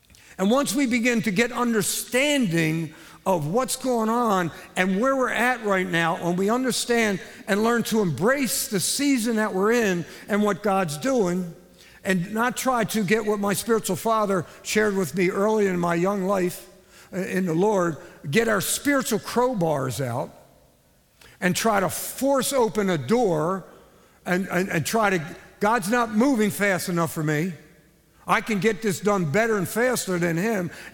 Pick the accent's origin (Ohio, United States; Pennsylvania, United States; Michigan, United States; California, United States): Pennsylvania, United States; Gettysburg; now in Louisiana, United States; I'm a Yankee. I'm a Civil War actor from Gettysburg, PA. I'm a Yankee, okay? I'm from Pennsylvania.